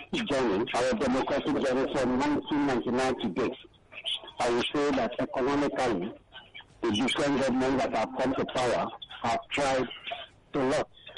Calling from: Nigeria; I'm calling from Abarajo

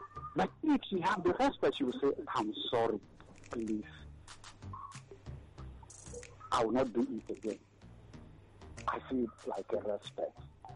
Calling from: Agbado, Lagos, Nigeria; I'm coming from Agbado.

